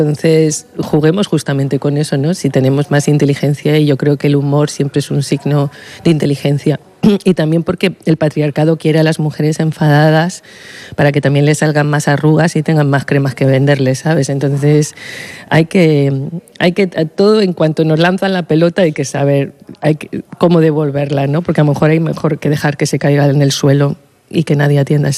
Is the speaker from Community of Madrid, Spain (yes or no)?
yes; Madrid, Community of Madrid, Spain; Sí, sí, yo soy madrileña y voy mucho al Rastro.